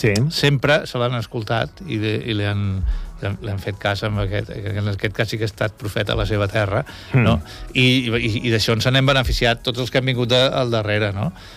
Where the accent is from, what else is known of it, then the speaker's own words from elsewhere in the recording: L'Hospitalet de Llobregat, Catalonia, Spain; also born or lived in Barcelona; now in Calafell, Spain; Jo vaig néixer vaig néixer a Barcelona a la maternitat, però soc fill d'Hospitalet de Llobregat.